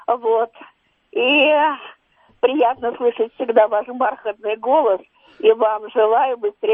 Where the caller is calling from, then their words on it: Moscow Oblast, Russia; из Подмосковья.